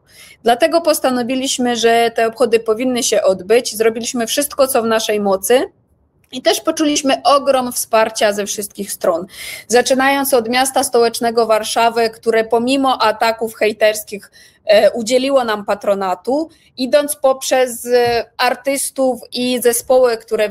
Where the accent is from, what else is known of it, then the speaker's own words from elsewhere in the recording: Ukraine; now in Poland; my jako społeczność, jako Ukraińcy przede wszystkim mieszkający w Polsce, nie możemy przeczekać niepodległości Ukrainy